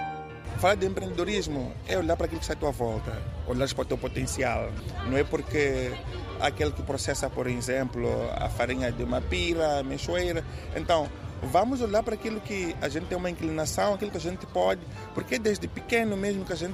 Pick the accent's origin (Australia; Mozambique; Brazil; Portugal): Mozambique; Manhiça, Maputo; sou da Manhissa.